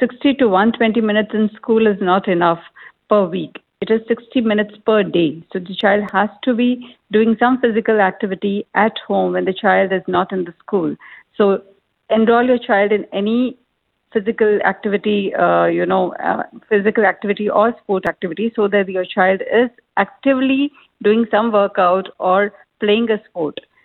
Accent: India; moved away as an adult; now in United Arab Emirates; there was a phase when I used to practice back home. I'm from India

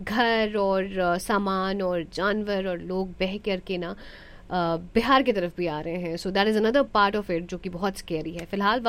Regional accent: Bihar, India; now in Texas, United States; हम बिहार से हैं

